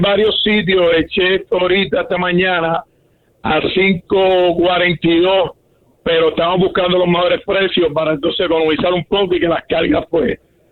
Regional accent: Caguas, Puerto Rico; moved away as an adult; now in Orlando, United States; yo me crié en Caguas, sí.

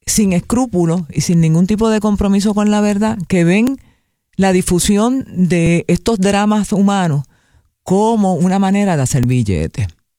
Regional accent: Puerto Rico; eso me enorgullece como puertorriqueña

